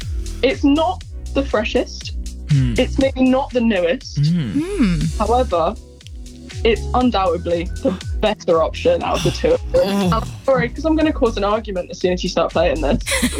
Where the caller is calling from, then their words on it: Suffolk, East of England, United Kingdom; I'm from Suffolk